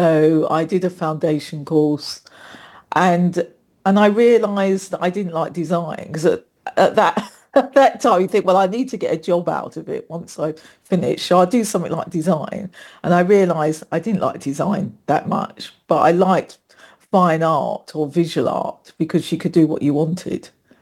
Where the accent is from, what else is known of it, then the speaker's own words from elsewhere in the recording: West Ham, London, United Kingdom; Well, I grew up in the East End of London. I was born in West Ham.